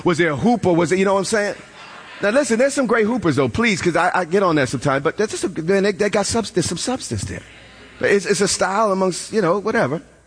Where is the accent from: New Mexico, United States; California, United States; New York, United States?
New York, United States